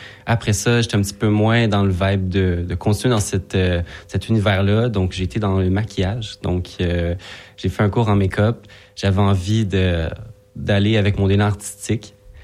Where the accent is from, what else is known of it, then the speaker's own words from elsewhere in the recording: McMasterville, Quebec, Canada; moved away as an adult; now in Montreal, Canada; J'ai grandi sur la rive sud.